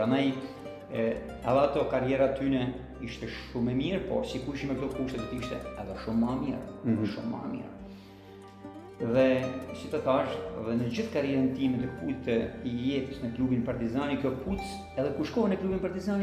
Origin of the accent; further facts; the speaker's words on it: Shkodër, Shkodër County, Albania; ne si Shkodran, e dinti se nuk kemi mu largu nga Shkodra